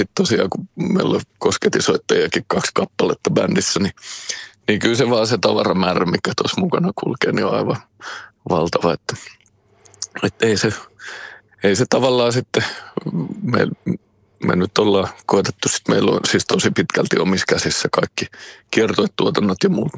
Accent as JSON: {"language": "Finnish", "town": "Vantaa", "region": "Uusimaa", "country": "Finland", "tie": "born or raised there", "said": "mä Martin Laaksosta lähtöisin lähiöpoika, joka ei pahemmin koulussa viihtynyt. Ja sitten kun nykyään mä asun Porvossa, missä on tosiaan aika paljonkin ruotsinkielistä porukkaa"}